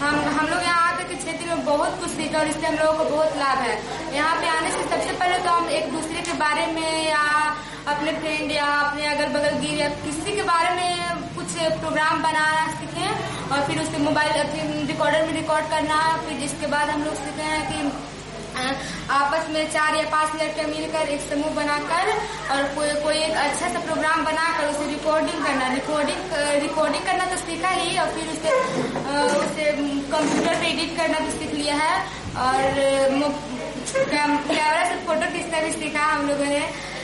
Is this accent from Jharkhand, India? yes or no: no; Bihar, India; मैं कुम्हार बिहार की रहने वाली हूँ